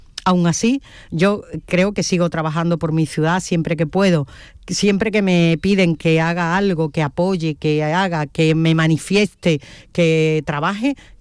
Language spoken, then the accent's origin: Spanish; Huelva, Andalusia, Spain; Entonces, yo puedo ser muy de Huelva, pero yo soy andaluza.